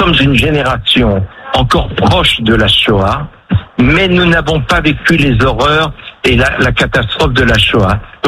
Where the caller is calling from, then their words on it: Deauville, Normandy, France; je suis à Deauville